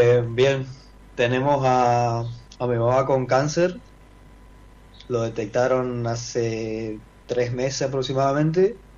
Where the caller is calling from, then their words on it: Juan José Castelli, Chaco, Argentina; Somos de Castelli